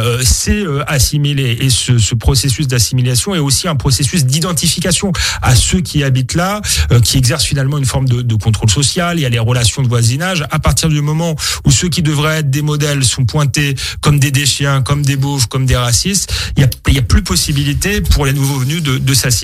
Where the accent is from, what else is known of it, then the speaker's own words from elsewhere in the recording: Saint-Denis, Île-de-France, France; also born or lived in Épinay-sur-Seine; Moi, j'ai grandi à Épinay-sur-Seine et à Saint-Denis